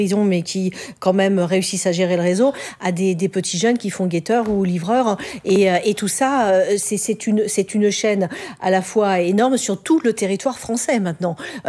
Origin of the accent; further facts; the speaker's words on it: Dijon, Bourgogne-Franche-Comté, France; Je suis originaire de Dijon. La ville de Dijon a été très durement frappée par le narcotrafic.